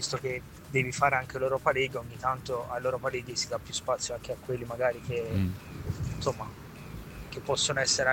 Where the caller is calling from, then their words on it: Pisa, Tuscany, Italy